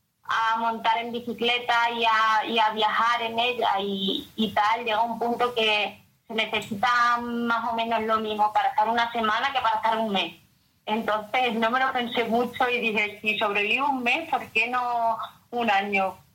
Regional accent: Extremadura, Spain; también soy extremeña

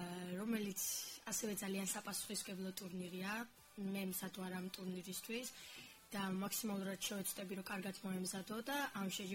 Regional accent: Adjara, Georgia; აჭარიდან ვარ

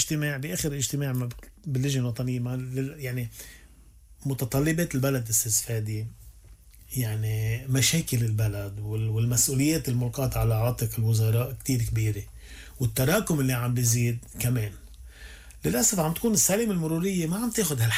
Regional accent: Syria; بس أنه اليوم أنا سوري يعني

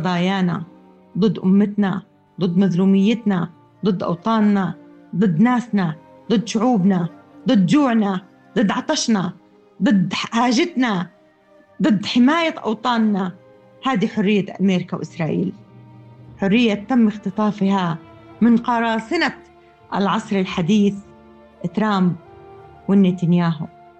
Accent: Palestine; now in Sanaa, Yemen; مع الألم والوجع اللي أبشعر فيه أنا كفلسطينية

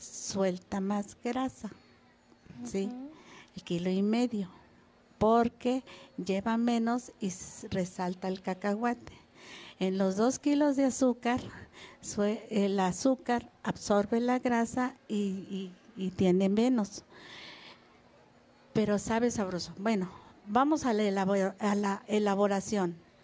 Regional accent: Veracruz, Mexico; Porque si digo que Veracruz es mi orgullo, pues porque soy de Veracruz.

